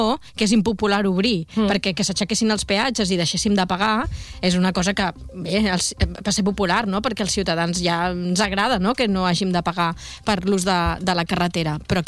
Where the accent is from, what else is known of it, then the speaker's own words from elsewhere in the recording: Sant Celoni, Catalonia, Spain; moved away; jo que els caps de setmana doncs, acostumo anar al meu poble, no?, que és Sant Celoni